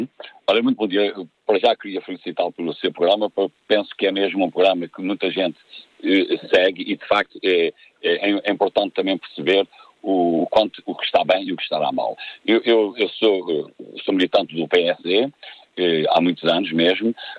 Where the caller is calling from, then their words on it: Azores, Portugal; embora viva aqui nos Açores também, sou português